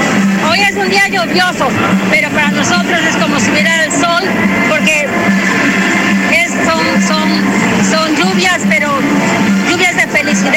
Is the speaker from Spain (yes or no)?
no; Ecuador; now in New York, United States; todos los ecuatorianos bellos que nos encontramos aquí en los Estados Unidos